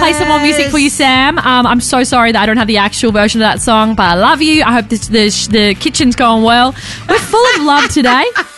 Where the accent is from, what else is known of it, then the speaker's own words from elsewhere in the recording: Perth, Western Australia, Australia; now in Melbourne, Australia; I was going through Perth, which is my hometown, on my way back to Melbourne